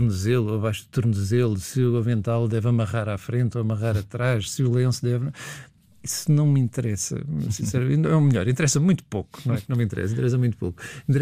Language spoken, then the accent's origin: Portuguese; Lisbon, Portugal; moved away as an adult; also born or lived in Viana do Castelo; Fiz tudo em Lisboa, portanto, vivi em Lisboa até aos 22 anos e depois decidi voltar para Viana